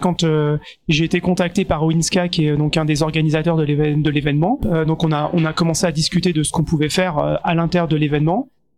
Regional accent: France; en tant que Français, j'étais super intéressé de discuter avec des Suisses

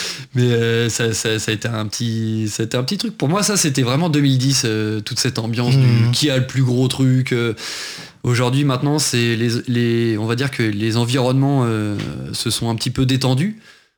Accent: Hauts-de-France, France; Bah quand même, oui, les Ast Techno, moi je viens de l'Oise à la base, je suis Picard.

